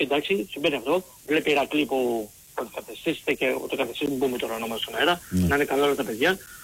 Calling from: Peristeri, Attica, Greece; από το Περιστέρι Ολυμπιακός.

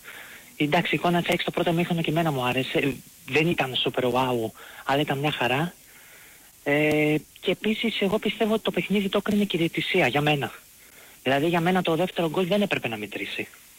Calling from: Mytilene, North Aegean, Greece; είμαι από Μυτιλίνη.

